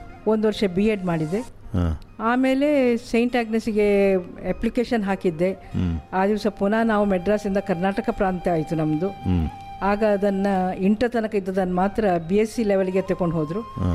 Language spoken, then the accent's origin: Kannada; Mumbai, Maharashtra, India; ಮತ್ತೆ ನಾವು 6 ಜನ ಇಲ್ಲಿ ಬೊಂಬೈಯಲ್ಲಿ ಹುಟ್ಟಿದವರು.